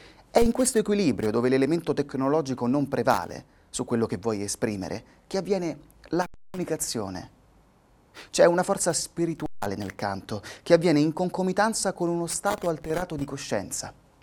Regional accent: Siena, Tuscany, Italy; La mia voce è l'appartenenza alla mia terra, un'appartenenza di nascita, nel mio caso toscana, perché io sono di Siena e ancora di più Fontebranda e della campagna toscana, sempre però con la visione di non avere confini.

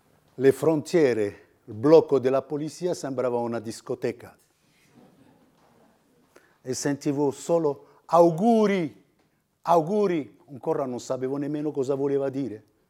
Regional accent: Morocco; Italian is a second language; now in Italy; No, sono marocchino.

